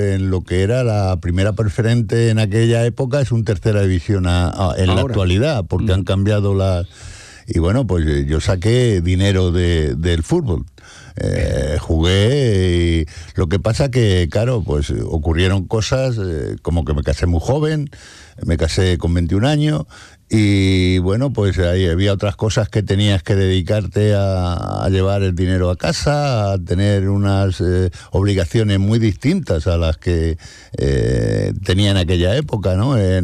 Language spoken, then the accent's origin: Spanish; Madrid, Community of Madrid, Spain; now in Seville, Spain; Yo nací en Madrid en el año 1952, en junio.